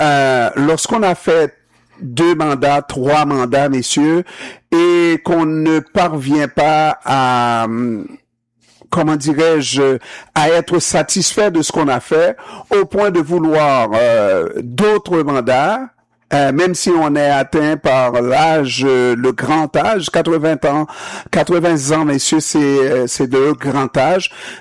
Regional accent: Haiti; also born or lived in Canada; je n'ai rien à dire, je suis haïtien-canadien

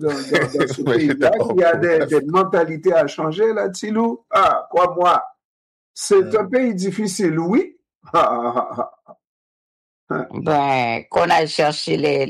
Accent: Artibonite, Haiti; je me dis, Asma devrait visiter l'Artibonite, mon coin de pays, un endroit qui s'appelle Poto.

